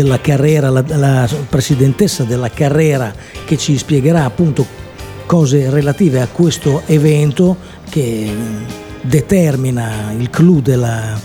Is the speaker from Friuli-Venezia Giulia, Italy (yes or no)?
no; Bologna, Emilia-Romagna, Italy; io sono Foresto in quanto non appartenente al territorio, infatti io vengo da Bologna